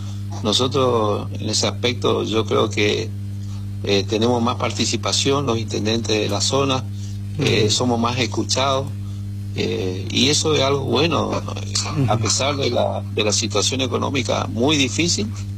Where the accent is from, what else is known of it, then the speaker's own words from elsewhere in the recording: Misiones, Argentina; Yo simplemente pienso en lo que es Misiones, en lo que es mi pueblo, y nada más.